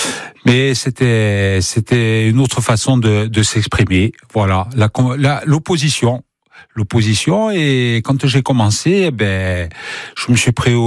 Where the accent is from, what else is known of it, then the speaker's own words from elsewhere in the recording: Bastia, Corsica, France; also born or lived in Albertacce (Niolo); Ce partage entre Bastia, c'est mon enfance.